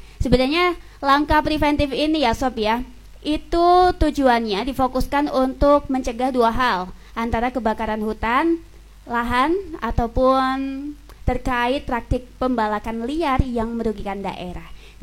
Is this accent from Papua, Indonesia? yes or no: no; Lamongan, East Java, Indonesia; kita sebagai warga Lamongan